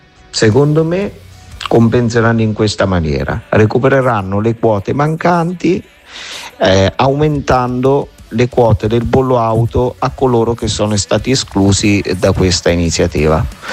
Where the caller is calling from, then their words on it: Ravenna, Emilia-Romagna, Italy; da Ravenna.